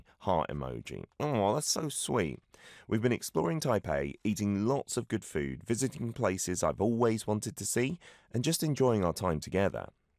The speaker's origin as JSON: {"language": "English", "region": "London", "country": "United Kingdom", "tie": "born or raised there", "said": "I didn't know about any Taiwanese pop when I was growing up in London, to be honest, but still."}